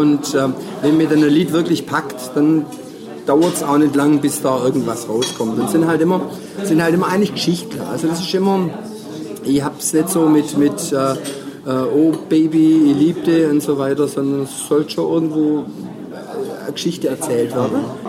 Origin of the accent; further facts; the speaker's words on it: Baden-Württemberg, Germany; accent: Swabian; Also, und für mich war Schwäbisch immer meine Identität, meine Heimat.